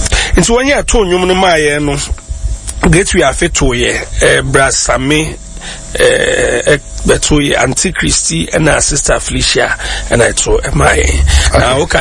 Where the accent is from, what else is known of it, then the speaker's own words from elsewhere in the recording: Dodowa, Greater Accra, Ghana; from Dodowa Baoleshi. My greetings to our church members, Spirit-filled Assemblies of God Church, Ghana.